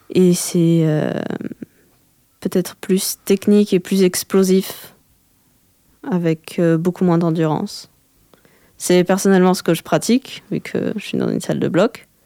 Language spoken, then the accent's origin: French; Alès, Occitanie, France; Je suis née à Alès, j'ai grandi dans la campagne... de l'agglomération alésienne, et après je suis revenue en centre-ville.